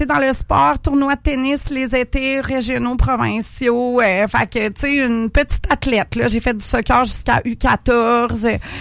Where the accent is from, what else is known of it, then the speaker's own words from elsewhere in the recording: Sainte-Pétronille, Quebec, Canada; Je suis une petite fille de l'île d'Orléans, de Sainte-Pétronée. Donc, j'ai grandi à Lille. Mes parents étaient moniteurs de ski au Mont-Saint-Anne. Donc, moi, j'ai été élevée dans les pentes de ski du Mont-Saint-Anne.